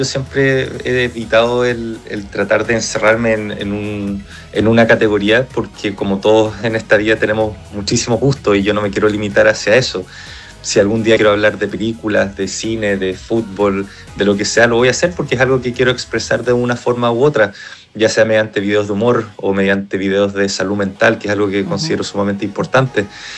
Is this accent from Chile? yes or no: yes; Chile; Entonces estoy todavía en esa campaña de convencer de que soy chileno